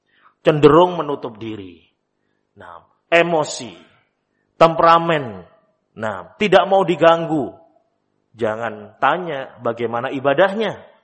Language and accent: Indonesian; Java, Indonesia